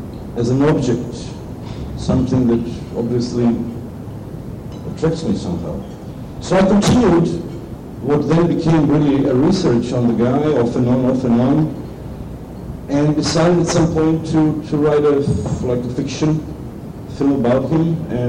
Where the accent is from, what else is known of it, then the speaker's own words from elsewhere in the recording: Bosnia & Herzegovina; moved away; also born or lived in Slovenia; I come from Europe, from Slovenia, actually originally from Bosnia